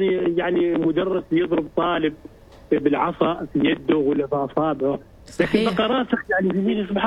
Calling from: Muscat, Muscat Governorate, Oman

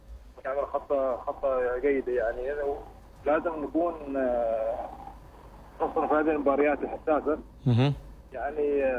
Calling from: Muscat, Muscat Governorate, Oman

